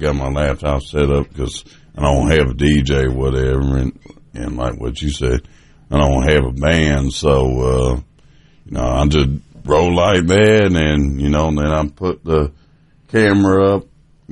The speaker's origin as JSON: {"language": "English", "region": "Kentucky", "country": "United States", "accent": "Kentucky", "said": "So, my Kentucky accent"}